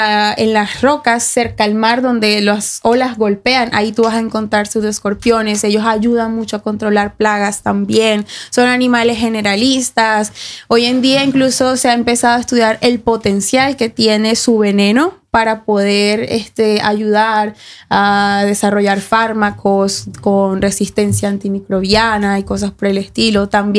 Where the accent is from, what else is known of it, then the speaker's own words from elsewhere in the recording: Colombia; moved away; yo vengo de Colombia y Colombia es un país súper, hiper, mega diverso.